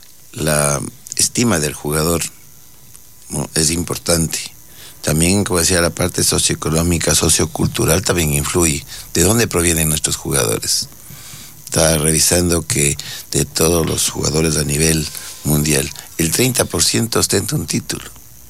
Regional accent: Ecuador; nuestra autoestima como ecuatorianos es baja, somos conformistas, ambiciosos conformistas

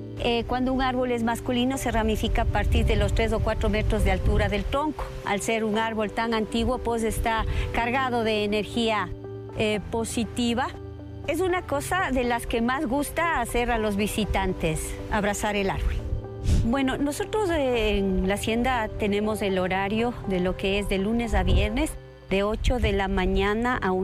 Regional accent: Latacunga, Cotopaxi, Ecuador; De la Tacunga solo estoy yo como emprendimiento, como porque soy parte de la Asociación Huecas del Ecuador.

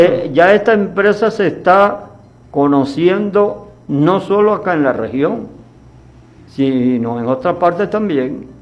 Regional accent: Nueva Esparta, Venezuela; Yo soy amante de ese programa. Yo soy margariteño.

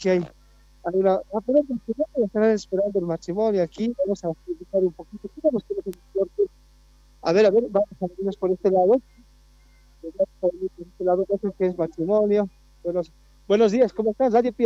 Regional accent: Aymaya, Potosí, Bolivia; yo soy de Aymaya

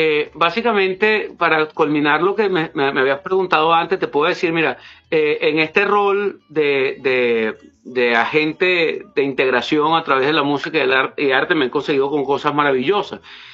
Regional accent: Venezuela; no llegas como venezolano, llegas como hispano, oriundo de Venezuela.

